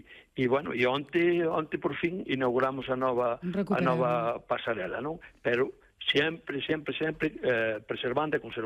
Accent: Ézaro, Galicia, Spain; eu son un alcalde de Numbría, pero son nativo do Ézaro. Eu vivín a miña xuventú ali no Ézaro, eu vivín a miña xuventú ali na desembocadura da cascada.

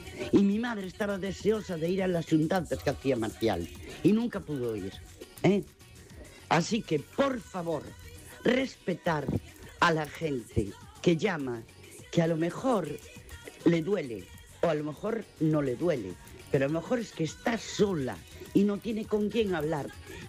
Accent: Ferrol, Galicia, Spain

